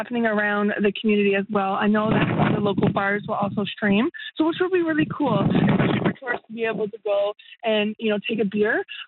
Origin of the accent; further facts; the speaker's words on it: Canada; So I'm actually makes me very excited as a Canadian to see that same sort of enthusiasm when they're cheering for their country.